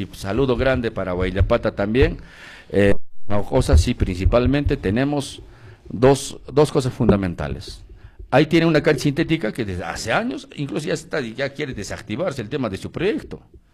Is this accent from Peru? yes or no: yes; Chumbivilcas, Cusco, Peru; mi pueblo de Chumbivilcas, Motuchayapi